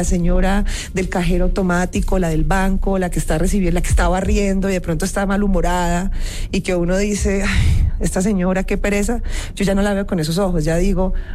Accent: Cali, Valle del Cauca, Colombia; now in Bogotá, Colombia

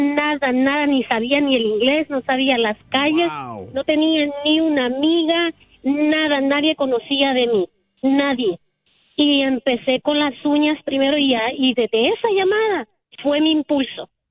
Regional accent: Puerto de La Libertad, La Libertad, El Salvador; now in California, United States; soy originaria de El Salvador, Puerto de la Libertad

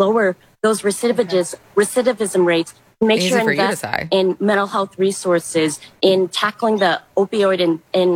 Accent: Madison, Wisconsin, United States; born or raised there

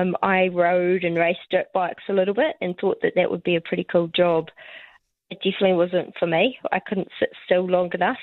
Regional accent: Northland, New Zealand; also born or lived in Hawaii, United States; So I was born in Hawaii. My dad was American. My mum's a Kiwi. Moved back to New Zealand when my dad passed away when I was five, and grew up in Northland.

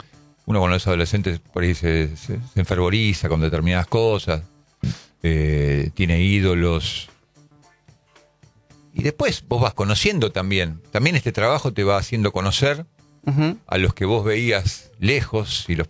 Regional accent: Buenos Aires, Argentina; Y por ahí uno vive en Recoleta y vivió toda la infancia y la adolescencia en Villa Urquiza. Y para mí yo soy de Urquiza, no soy de Recoleta.

